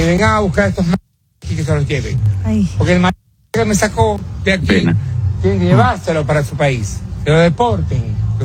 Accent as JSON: {"language": "Spanish", "country": "Venezuela", "said": "vengo de Venezuela para"}